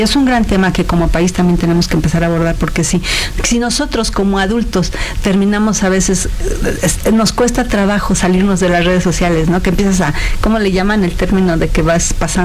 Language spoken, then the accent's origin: Spanish; Mexico; en nuestra cultura mexicana